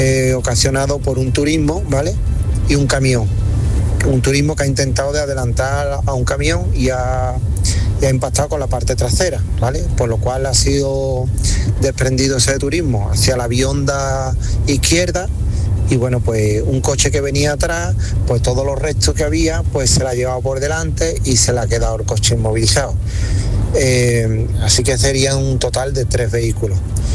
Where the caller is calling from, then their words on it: Seville, Andalusia, Spain; Soy de Sevilla y viajaba hacia Sevilla